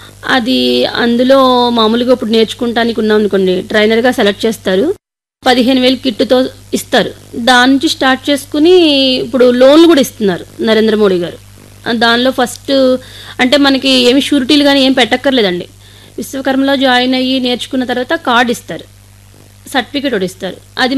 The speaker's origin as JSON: {"language": "Telugu", "region": "Andhra Pradesh", "country": "India", "tie": "born or raised there", "said": "అది మా ఊరు ఏలూరు పక్కన చదుమేళ్ళని 5 కిలోమీటర్స్ ఉండేది."}